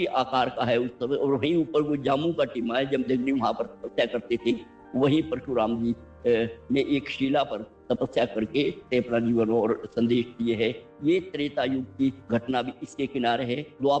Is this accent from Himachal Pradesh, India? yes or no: yes; Himachal Pradesh, India; यहाँ मेरे गांव के नजदीक बलग गांव है